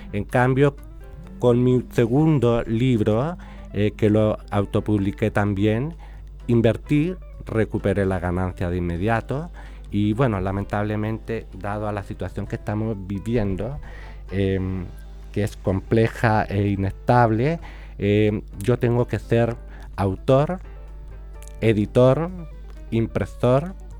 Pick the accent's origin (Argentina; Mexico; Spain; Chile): Chile; nosotros somos, los de mi generación, aquellos que participan, somos poetas chilenos